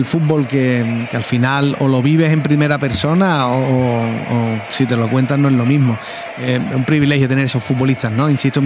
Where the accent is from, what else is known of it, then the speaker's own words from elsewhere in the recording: Seville, Andalusia, Spain; born there; yo nací en Triana.